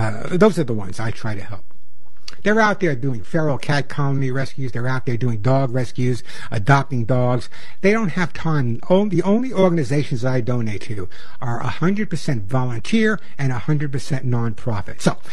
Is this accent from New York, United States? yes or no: yes; New York, United States; I grew up on Long Island. I know I lost my accent, but I grew up on Long Island. I'm a New Yorker originally